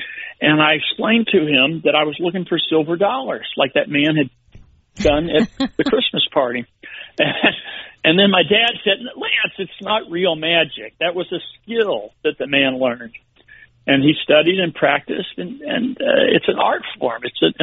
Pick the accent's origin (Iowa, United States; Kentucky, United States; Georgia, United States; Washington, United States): Kentucky, United States; Louisville; I grew up in Louisville, Kentucky, which is the biggest city in Kentucky.